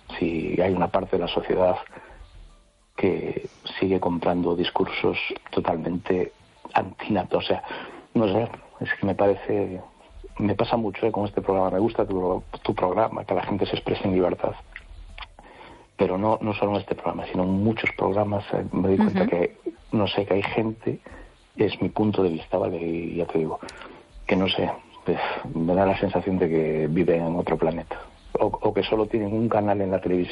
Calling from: A Coruña, Galicia, Spain; Hola, buenas noches … de Coruña.

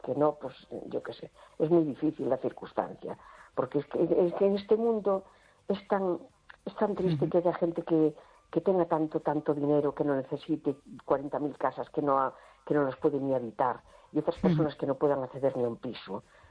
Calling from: A Coruña, Galicia, Spain; de La Coruña.

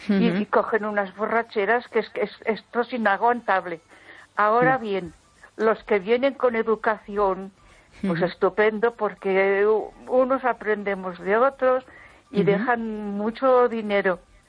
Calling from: Ponferrada, Castile and León, Spain; Donde vivo yo, aquí en Ponferrada

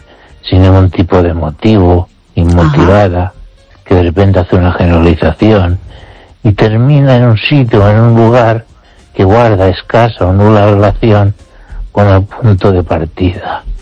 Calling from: Valencia, Valencian Community, Spain; de Valencia.

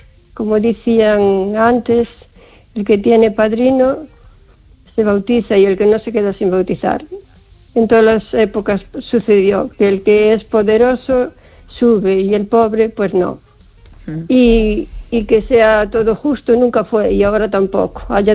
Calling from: O Carballiño, Galicia, Spain; de Carballiño.

